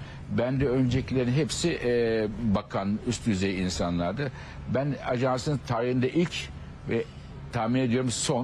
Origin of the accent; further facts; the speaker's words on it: Ankara, Turkey; moved away as an adult; also born or lived in Istanbul / Vienna; ben Ankara'da doğdum. Ankara Koleji var Ankara'da, orada eğitim yaptım.